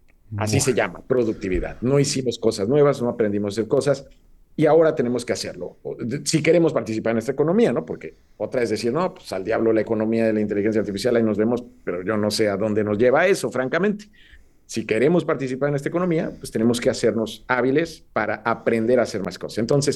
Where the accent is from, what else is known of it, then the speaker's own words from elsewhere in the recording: Mexico; es que la verdad no hemos aprendido mucho, Enrique, como mexicanos.